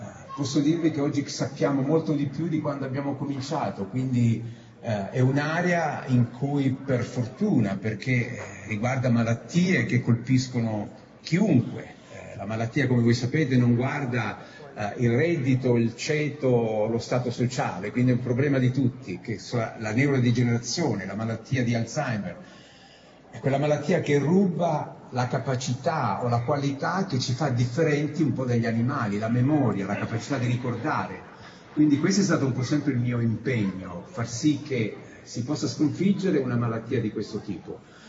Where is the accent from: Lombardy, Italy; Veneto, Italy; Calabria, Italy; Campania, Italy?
Calabria, Italy; il significato è doppio perché essendo un calabrese, essere riconosciuti dalla propria terra è sempre un momento molto emozionante